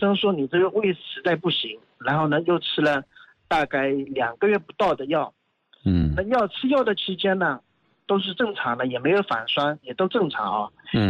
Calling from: Zhoushan, Zhejiang, China; 我是浙江舟山人

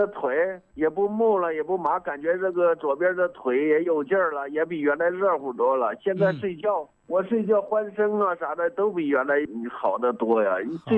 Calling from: Xiangyang, Hubei, China; 我是襄阳的。

